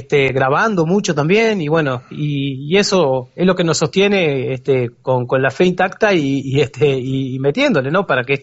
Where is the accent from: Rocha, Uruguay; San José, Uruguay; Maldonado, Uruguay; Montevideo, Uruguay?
Rocha, Uruguay; como lo que somos los rochenses, que tenemos nuestro propio acento